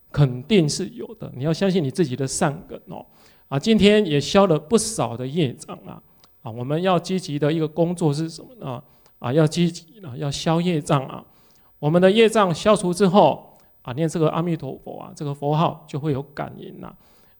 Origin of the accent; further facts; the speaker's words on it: Taiwan; 我们台湾人